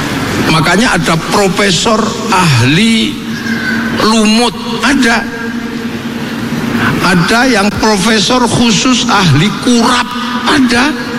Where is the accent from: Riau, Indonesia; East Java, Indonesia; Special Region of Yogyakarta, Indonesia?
Special Region of Yogyakarta, Indonesia; Yogyakarta